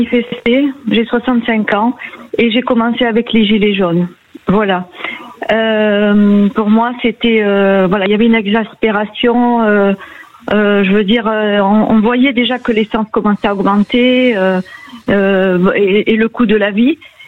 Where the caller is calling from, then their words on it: Vendargues, Occitanie, France; Oui, bonsoir, voilà, je vous appelle de Vandarc.